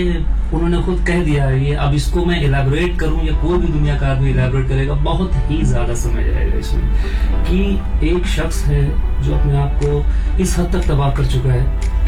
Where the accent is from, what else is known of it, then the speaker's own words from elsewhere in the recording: Lucknow, Uttar Pradesh, India; मैं जैसे लखनऊ से हूँ तो मेरी उर्दू थोड़ी अच्छी ग्रिप है उर्दू पे